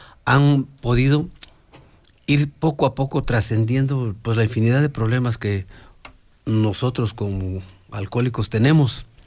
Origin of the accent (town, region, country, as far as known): Puebla, Mexico